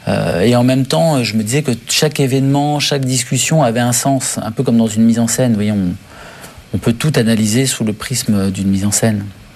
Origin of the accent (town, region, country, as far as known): Syria; born or raised there